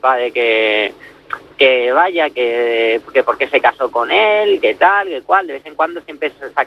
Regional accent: Alicante, Valencian Community, Spain; yo nací en Alicante, yo vivo en Alicante.

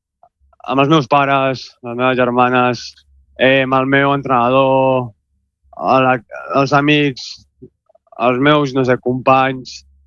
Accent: Barcelona, Catalonia, Spain; born there; jo soc català, nascut a Barcelona, però el meu pare és d'Escòcia i els meus avis són irlandesos i, clar, el meu cognom ve d'allà, ve d'Irlanda.

